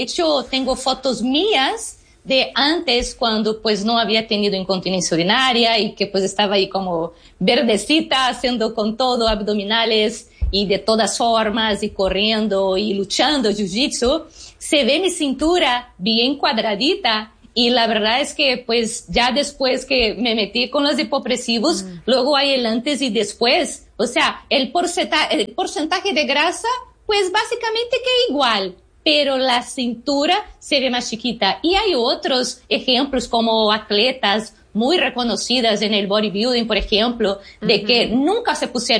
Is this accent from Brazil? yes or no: yes; Brazil; Spanish is a second language; now in Mexico; Así que para una brasileña amar la tortilla, eso es porque sí, ya soy mexicana.